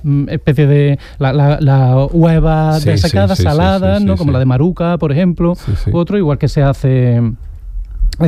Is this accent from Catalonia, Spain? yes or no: no; Córdoba, Andalusia, Spain; que nos vamos a poner en mi tierra, en Córdoba, Charo, sabrás, se dice, sí, te va a poner como un sollo.